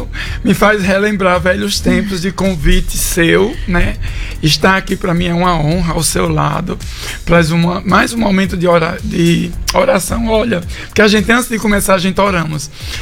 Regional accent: Campina Grande, Paraíba, Brazil; now in Mossoró, Brazil; eu sou de Campina Grande, Paraíba.

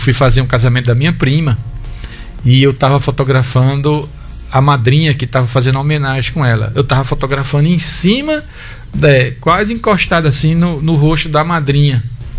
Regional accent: Goiânia, Goiás, Brazil; also born or lived in Natal / Piauí / São Paulo / Petrolina; now in Mossoró, Brazil; Eu nasci em Natal, fui pra Pix, no Piauí, depois fui pra São Paulo, Goiânia, aí onde eu passei uma grande parte da minha infância e adolescência.

